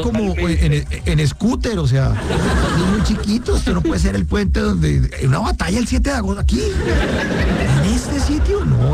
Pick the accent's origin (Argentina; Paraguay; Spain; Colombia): Colombia; y además lo tenemos como expresión colombiana.